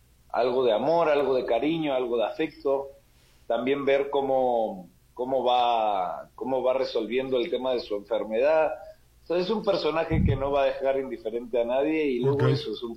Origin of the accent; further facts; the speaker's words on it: Madrid, Community of Madrid, Spain; now in Mexico; Yo soy español